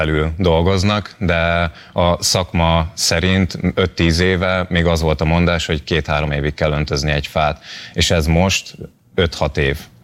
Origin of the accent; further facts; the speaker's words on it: Great Hungarian Plain, Hungary; őstermelő családból származom, úgyhogy pár tízezer fánk volt, és az Alföldről származom